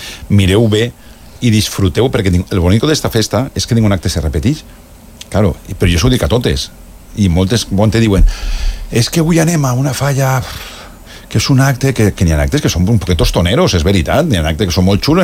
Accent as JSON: {"language": "Catalan", "town": "Benaguasil", "region": "Valencian Community", "country": "Spain", "said": "per exemple, en Benaguasil, jo parlo del meu poble"}